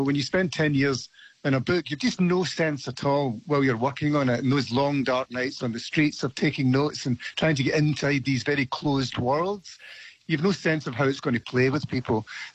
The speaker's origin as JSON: {"language": "English", "region": "Scotland", "country": "United Kingdom", "lives_now": "Australia", "said": "Yeah, absolutely. I'm glad you did, because it's really important, because here in Australia, you're treated very differently as a Scot from my English friends."}